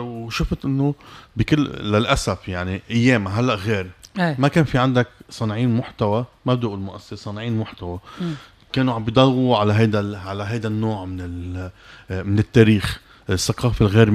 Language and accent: Arabic; Lebanon; also born or lived in Canada; now in Tunisia; انا اصلي لبناني وحامل جنسية كندية